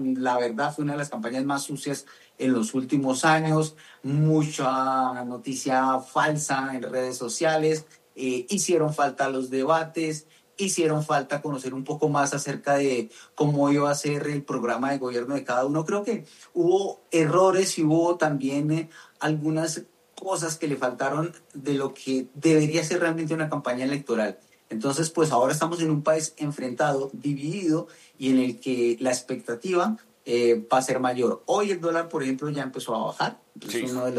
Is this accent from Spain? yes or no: no; Colombia; por lo menos la percepción que tiene uno como colombiano